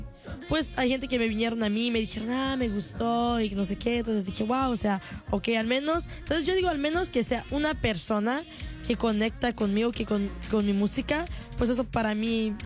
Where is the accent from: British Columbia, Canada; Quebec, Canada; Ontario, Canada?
British Columbia, Canada; Spanish is a second language; now in Vancouver, Canada; Yo originalmente soy de una isla que se llama Vancouver Island, que es la isla como al lado de Vancouver.